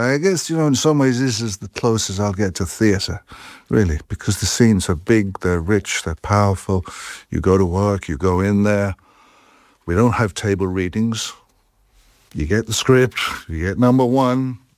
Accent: Munster, Ireland; Go more Irish. Wherever I'm from Kerry.

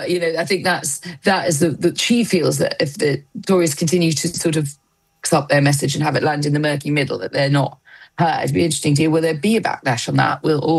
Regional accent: North East England, United Kingdom; when I grew up in County Durham.

